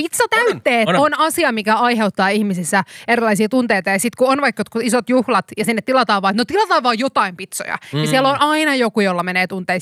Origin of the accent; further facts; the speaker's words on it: Kuopio, North Savo, Finland; Mä oon Kuopiosta.